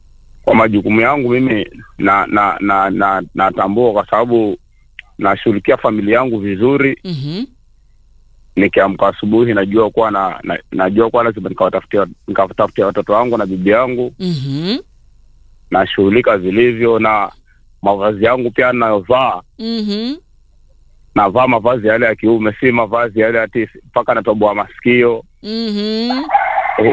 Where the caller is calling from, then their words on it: Tana River County, Kenya; Ni balozi wa kaunti ya Tana River, huyu dume la ngao.